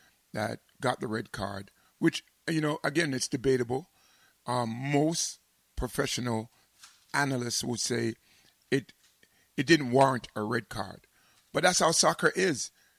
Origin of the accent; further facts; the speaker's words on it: England, United Kingdom; but for us as English people, football gods, rise up.